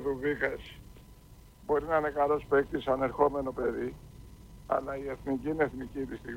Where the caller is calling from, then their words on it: Nea Ionia, Attica, Greece; από Νέα Ιωνία.